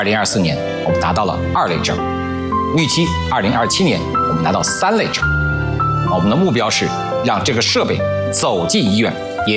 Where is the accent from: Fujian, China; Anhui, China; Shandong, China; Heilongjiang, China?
Anhui, China; Hefei; 因为我人生的一半以上的时间都在合肥度过，我个人认为我是个合肥人，我觉得应该为合肥做出贡献。